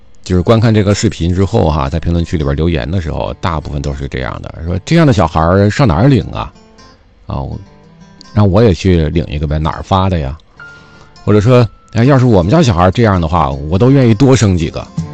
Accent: China; 在我们中国人的传统观念里面也好

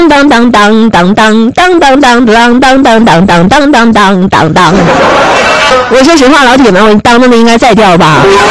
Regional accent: China

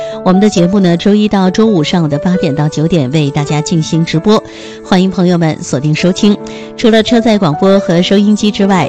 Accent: China; 我们中国人

